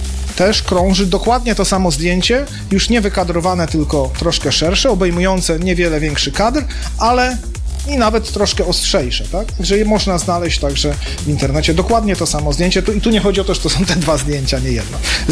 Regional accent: Warmian-Masurian Voivodeship, Poland; urodziłem się tam w tych okolicach i mieszkałem i wielokrotnie to przez Bynowo, Miłomłyn dojeżdżałem do szkoły, do Ostródy, znałem te tereny

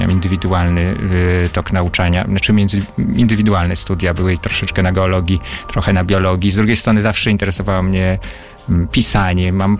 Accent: Podlaskie Voivodeship, Poland; now in near Warsaw, Poland; na moim rodzinnym Podlasiu, skąd pochodzę

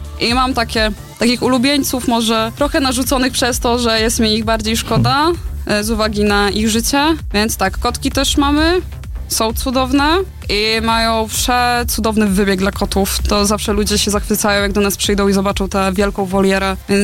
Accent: Podlaskie Voivodeship, Poland; accent: Suwałki; now in Toruń, Poland; Pochodzę z małej wsi na Suwalszczyźnie. Nie jest to Podlasie, jest to województwo podlaskie, ale nie zaciągam gwarą taką typowo podlaską. Miałam swoją taką suwalską, czego już nie słychać.

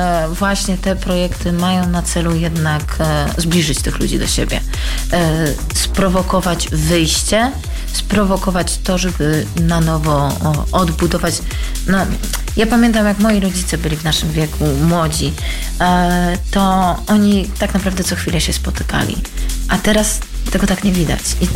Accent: Złotniki Kujawskie, Kuyavian-Pomeranian Voivodeship, Poland; Ja pochodzę z gminy Złotniki Kujawskie, parafia w Lisowie Kościelnym. I zawsze, jak byłam małym dzieckiem, zawsze podziwiałam witraże

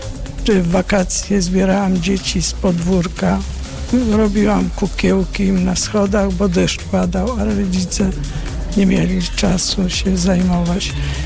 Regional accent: Bartoszyce, Warmian-Masurian Voivodeship, Poland; moved away as an adult; also born or lived in Kraków; urodziłam się w Bartoszycach, przy ośrodku szkolno-wychowawczym. I tam spędziłam część mojego życia, największą, ponad do 20 roku mojego życia.

